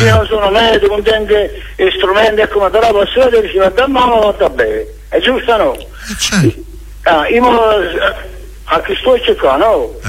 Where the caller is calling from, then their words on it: Naples, Campania, Italy; io sono di Napoli